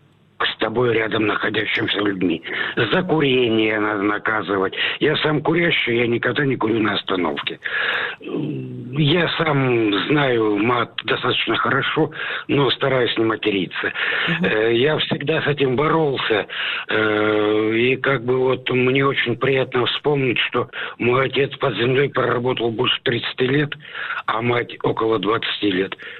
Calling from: Donetsk Oblast, Ukraine; я из Донецкой Народной Республики.

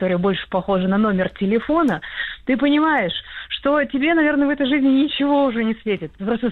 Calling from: Moscow, Russia; У меня страх, вы сказали, что я из Москвы, у меня страх, наверное, как и у большинства москвичей, открывающих сайты по продаже недвижимости.

